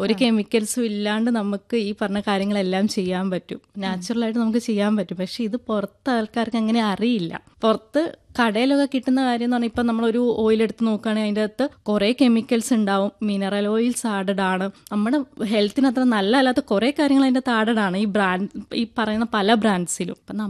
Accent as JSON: {"language": "Malayalam", "area": "Idukki", "region": "Kerala", "country": "India", "also_born_or_lived": "Kottayam / Bangalore", "moved": "as an adult", "said": "ഞാൻ വരുന്ന ഇടുക്കിയിൽ നിന്നാണ്. അപ്പം ഇടുക്കി എന്ന് പറഞ്ഞിട്ടുണ്ടെങ്കിൽ നമുക്കറിയാലോ എല്ലാവിധ ഔഷധ സസ്യങ്ങളും എല്ലാ കാര്യങ്ങളുമായിട്ട് സമ്പന്നമായിട്ടുള്ളൊരു സ്ഥലമാണ് ഇടുക്കി. അപ്പോൾ ഞാൻ പഠിച്ചത് കോട്ടയത്താണ്."}